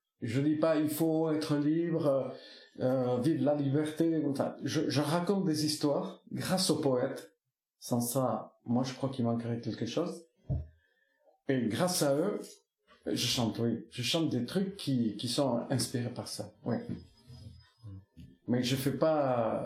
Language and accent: French; Nouvelle-Aquitaine, France; chez moi, dans le Pays Basque, dans les Pyrénées